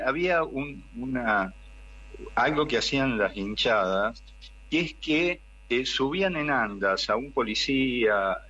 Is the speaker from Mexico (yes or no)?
no; Argentina